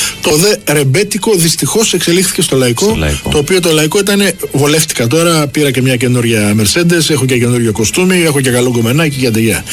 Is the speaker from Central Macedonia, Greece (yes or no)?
no; Piraeus, Attica, Greece; born there; καταγωγή μου από τη Σκιάθο. Γεννημένος εδώ στο Πασαλιμάνι, αλλά η καταγωγή είναι από τη Σκιάθο.